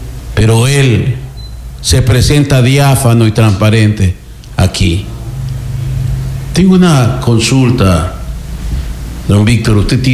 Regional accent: Santa Elena, Ecuador; No soy de Libertad, quien os habla no es de Libertad, yo soy de Santa Elena

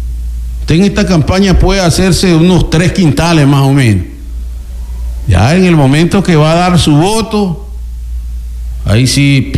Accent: Santa Elena, Ecuador; yo vine recorriendo de la provincia de Los Ríos hasta venir aquí a mi tierra linda y hermosa

